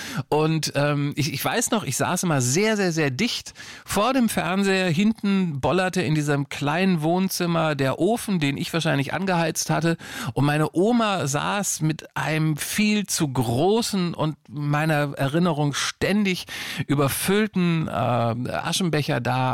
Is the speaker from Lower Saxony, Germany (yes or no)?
yes; Lower Saxony, Germany; born there; ich bin in Niedersachsen geboren worden, Ende der 60er Jahre, meine Eltern hatten kein Geld, mussten dann also so in der Woche in fremden Städten arbeiten